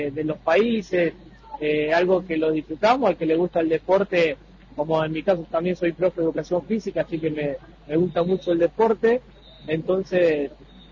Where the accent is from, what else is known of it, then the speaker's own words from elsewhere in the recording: Venado Tuerto, Santa Fe, Argentina; Por ejemplo, yo que soy de Venado Tuerto, sí, de Santa Fe